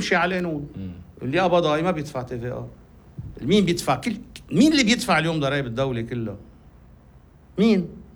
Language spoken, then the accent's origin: Arabic; Lebanon